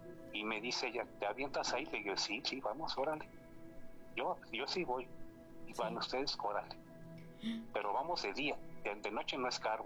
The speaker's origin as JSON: {"language": "Spanish", "town": "Guadalajara", "region": "Jalisco", "country": "Mexico", "said": "A mí me pasó allá por mi tierra, yo soy de Guadalajara, allá en por los límites de La Piedad, de allá de Michoacán."}